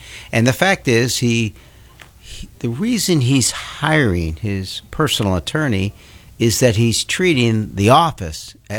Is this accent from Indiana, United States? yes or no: yes; Indianapolis, Indiana, United States; now in Chicago, United States; I was born in Indianapolis.